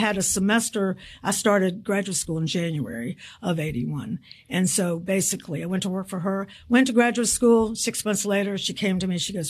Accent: Memphis, Tennessee, United States; moved away as an adult; also born or lived in New York; No, I'm from Memphis.

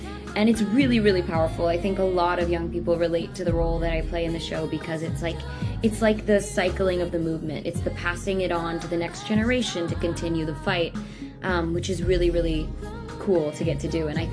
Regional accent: Minneapolis, Minnesota, United States; I knew that I grew up in Minnesota, and so being in high school in 2020 in Minneapolis, I was always involved in protest, in sit-ins

